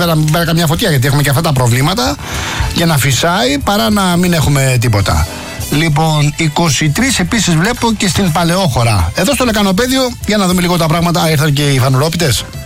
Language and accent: Greek; Rafina, Attica, Greece; Για να δω τι γίνεται και στην πατρίδα μου στη Ραφίνα.